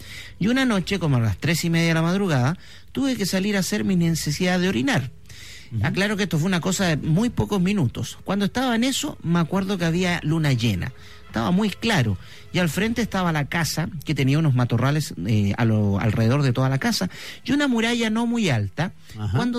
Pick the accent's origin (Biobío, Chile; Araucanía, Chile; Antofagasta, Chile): Antofagasta, Chile; Calama; Les cuento que yo soy de Calama